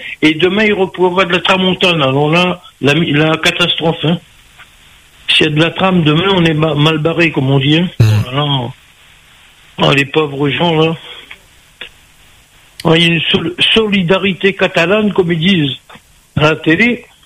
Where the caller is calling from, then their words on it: Occitanie, France; chez moi, à Lourmes, il fait 36 degrés.